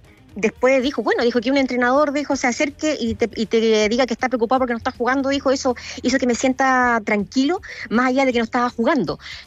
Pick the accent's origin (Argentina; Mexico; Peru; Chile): Chile; Pero yo tengo otros colores, yo no soy de la Católica. Así que, pero sí, soy chilena.